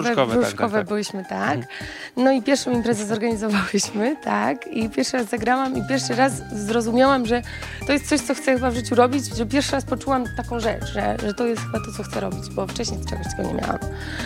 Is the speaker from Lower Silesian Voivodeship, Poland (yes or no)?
no; Sieradz, Łódź Voivodeship, Poland; now in Łódź, Poland; Tak, no pochodzę z Sieradza. Przyjechałam do Łodzi jakieś 10 lat temu.